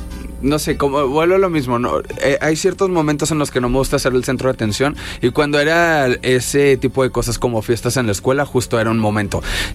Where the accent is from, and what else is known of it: Mexico